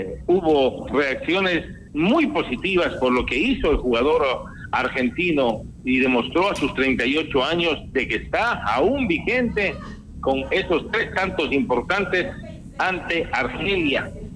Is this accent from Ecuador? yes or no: yes; Ecuador